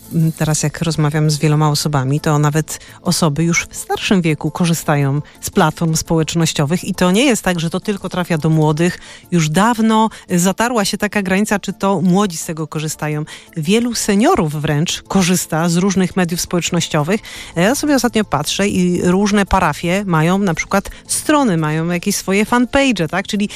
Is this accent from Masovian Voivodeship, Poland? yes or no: no; Częstochowa, Silesian Voivodeship, Poland; sama jestem częstochowianką